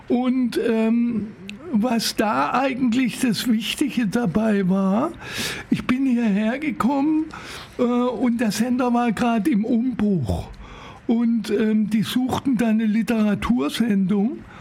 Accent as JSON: {"language": "German", "town": "Baden-Baden", "region": "Baden-Württemberg", "country": "Germany", "tie": "born or raised there", "said": "Also, bin ein richtiger Schwarzwälder, bin dann aber Kurstädter geworden. Ich bin in Baden-Baden aufgewachsen"}